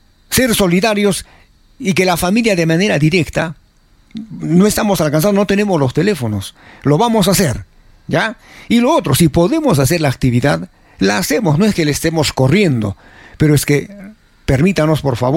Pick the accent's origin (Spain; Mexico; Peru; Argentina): Peru; Arequipa; Así somos los peruanos, somos los arequipeños.